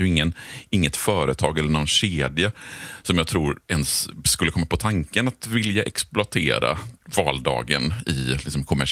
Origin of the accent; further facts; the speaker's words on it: Gothenburg, Västra Götaland County, Sweden; i min hemstad Göteborg så vill man ju gärna skoja till det lite. Vi är ju kända för vårt vitsande